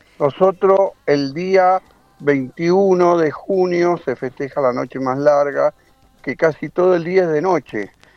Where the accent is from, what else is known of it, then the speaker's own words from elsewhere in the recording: San Juan, Argentina; born there; moved away as an adult; now in Ushuaia, Argentina; Acá yo llevo 40 años, yo soy nacido en San Juan y me vine por una situación económica